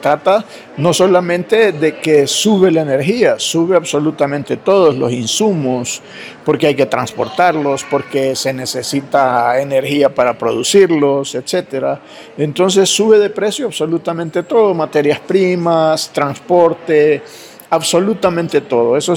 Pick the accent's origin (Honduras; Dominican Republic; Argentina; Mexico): Honduras; somos todos los hondureños